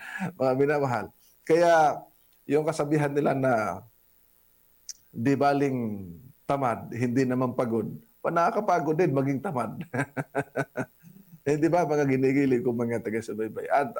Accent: Visayas, Philippines; doon sa amin sa Bisaya

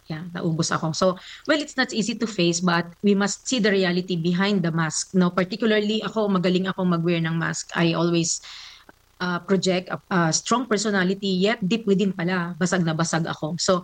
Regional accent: Daet, Bicol Region, Philippines; Daet, Ma'am.

